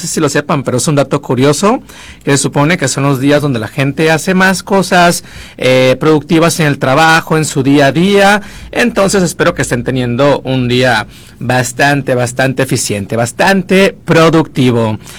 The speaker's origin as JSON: {"language": "Spanish", "town": "San Ignacio", "region": "Sinaloa", "country": "Mexico", "said": "yo que soy de San Ignacio"}